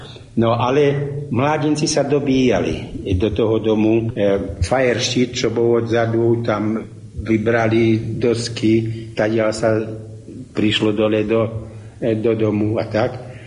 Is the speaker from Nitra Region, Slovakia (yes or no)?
no; Vyšný Sliač, Žilina Region, Slovakia; Ja som z Vyšného Sliača, potvočik do dedinou tiekov, aj tečie však doteraz.